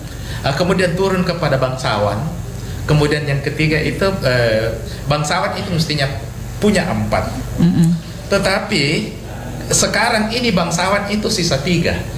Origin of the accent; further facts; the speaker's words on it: Galesong, South Sulawesi, Indonesia; Jadi kalau belakangan ada yang tanya kamu orang apa, saya orang Galesong. Cucu saya bisa mengatakan saya orang Galesong. Ada rumah adat saya di Galesong.